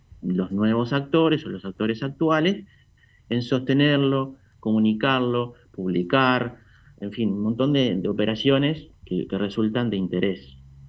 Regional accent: Juan Lacaze, Colonia, Uruguay; que yo soy oriundo de Juan Lacaze.

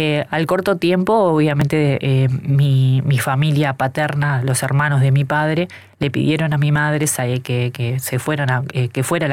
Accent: Uruguay; born there; nacimos en una chacra, en Luis Valleverres, en la casa de mi abuela materna, en situaciones difíciles, como muchos de los uruguayos.

